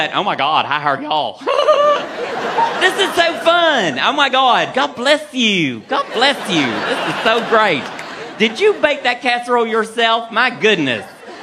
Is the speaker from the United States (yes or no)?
yes; Kentucky, United States; now in Los Angeles, United States; As I said, I am originally from Kentucky. Yeah, don't even pretend. It's fun being, you know, living in L.A. or even traveling the country.